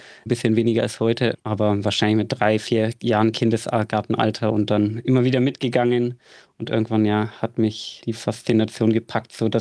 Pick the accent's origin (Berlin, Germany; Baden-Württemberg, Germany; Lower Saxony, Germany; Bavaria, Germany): Bavaria, Germany; Bei uns in Franken ist das ja so, wir haben ja so knapp 4000 Höhlen im Kataster.